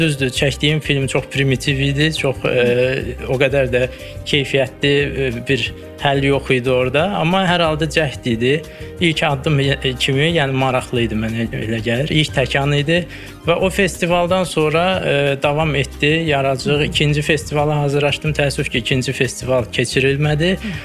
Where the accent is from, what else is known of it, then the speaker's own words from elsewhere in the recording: Baku, Azerbaijan; born there; 1993-cü ildə Bakıda anadan olmuşam